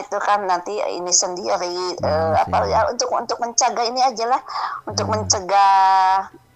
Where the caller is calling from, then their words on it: Bandung, West Java, Indonesia; meskipun aku orang Bandung